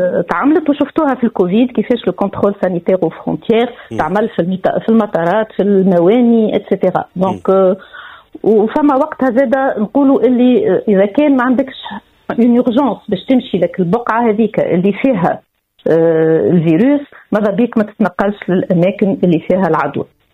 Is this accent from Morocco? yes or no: no; Tunisia